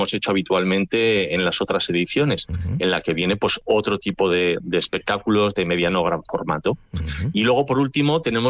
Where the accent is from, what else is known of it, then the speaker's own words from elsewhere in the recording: La Rioja, Spain; como soy de La Rioja, pues que he hecho el vermute.